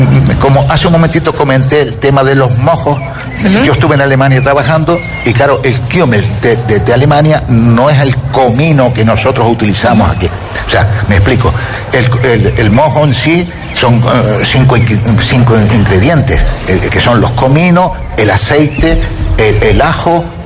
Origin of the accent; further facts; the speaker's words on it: Canary Islands, Spain; born there; Pero hombre, yo soy nacido en Gran Canaria, ¿no? Pero cuando he venido aquí al sur hace 45 años, ya mi mujer me dijo, dice, de aquí yo no me muevo.